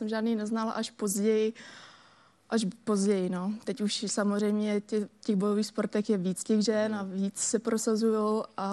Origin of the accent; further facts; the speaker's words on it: Děčín, Ústí nad Labem Region, Czechia; A ještě jsem vlastně z Děčína, z malého městečka, že jo